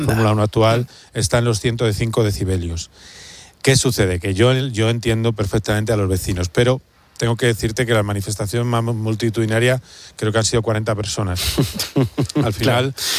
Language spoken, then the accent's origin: Spanish; Community of Madrid, Spain